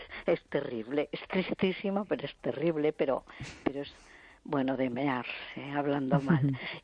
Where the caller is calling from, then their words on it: A Coruña, Galicia, Spain; de Coruña.